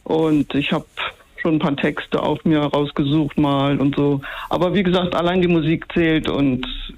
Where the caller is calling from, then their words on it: Hameln, Lower Saxony, Germany; Ich bin zu Hause hier in Hameln direkt.